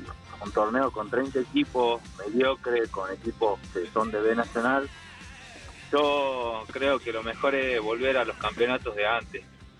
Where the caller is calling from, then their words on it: Salta, Argentina; acá de Salta.